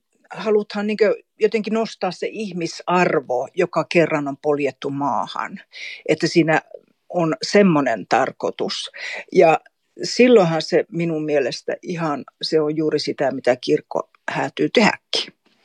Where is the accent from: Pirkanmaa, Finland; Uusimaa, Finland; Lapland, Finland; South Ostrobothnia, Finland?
Lapland, Finland; Kolari; now in Kaunisvaara, Sweden; Mä olen Tornionlaaksosta. Mulla on juuria Suomen ja Ruotsin puolella. Itse mä olen kasunut sitten niin Suomen puolella Tornionlaaksossa Kolarissa. Ja tällä hetkellä mä asun Kaunisvaarassa.